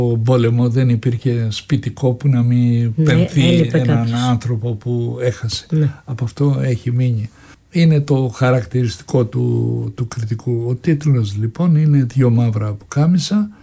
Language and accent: Greek; Anogeia, Crete, Greece; να παίξω στο χωριό μου και να κάνω και τον πιο εμβληματικό ήρωα του χωριού που μεγαλούργησε